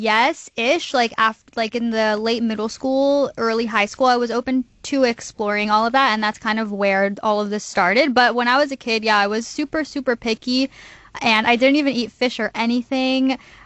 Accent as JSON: {"language": "English", "town": "Los Angeles", "region": "California", "country": "United States", "tie": "born or raised there", "said": "I grew up in Los Angeles"}